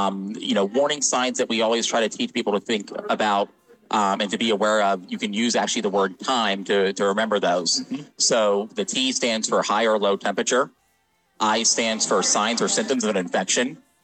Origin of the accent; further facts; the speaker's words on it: Orlando, Florida, United States; also born or lived in Midwest; now in Kentucky, United States; I grew up down in Orlando, Florida originally, and then kind of lived all over the Midwest.